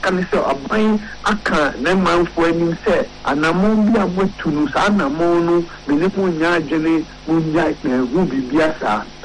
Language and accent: English; Ghana; I personally as a Ghanaian, I am not happy with the things that are happening.